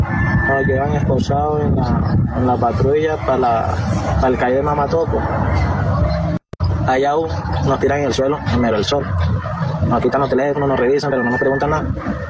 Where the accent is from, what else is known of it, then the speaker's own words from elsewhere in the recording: Venezuela; now in Colombia; Venezuela de Ciudadanía aquí de Colombia